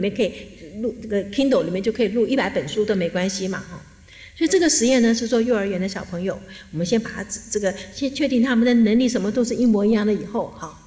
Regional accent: China; 我们中国人是保守嘛，做和不做50%的时候，中国人是不做的。

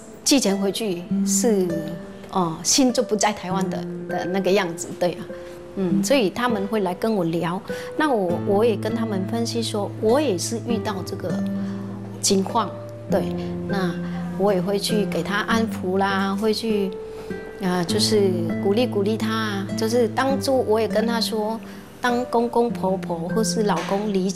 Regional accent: Vietnam; now in Taiwan; 我们越南人或是新住民在台湾的

